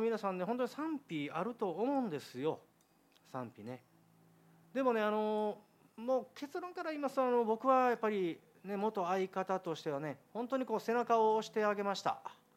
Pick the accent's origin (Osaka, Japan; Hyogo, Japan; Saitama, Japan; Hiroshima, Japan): Osaka, Japan; Higashiosaka; 本当に幼少の頃からね、まあ、私この東大阪で生まれ育ちまして、でまあね、狭小住宅でね、まあ、暮らしてたもんで、